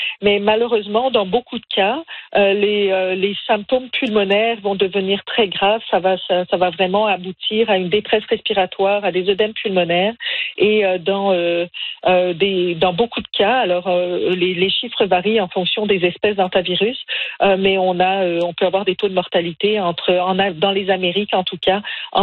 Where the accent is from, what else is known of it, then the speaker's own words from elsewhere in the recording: Canada; chez nous au Canada